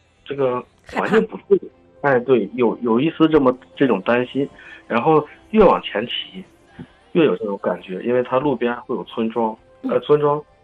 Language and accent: Chinese; Shandong, China; 它的山不像我们山东这边这么高耸。